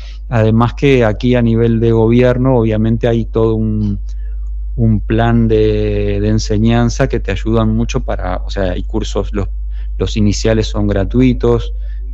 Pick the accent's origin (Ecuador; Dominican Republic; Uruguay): Uruguay; accent: Uruguayan; now in Spain; ¿cómo mantienes como mi acento de uruguayo cuando hablo como que no estoy tan contaminado por el español de España?